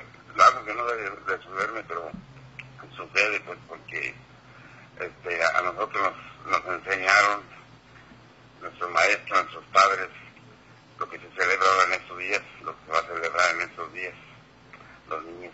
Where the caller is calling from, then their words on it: Mexico; acá de Ejido Lázaro Cárdenas.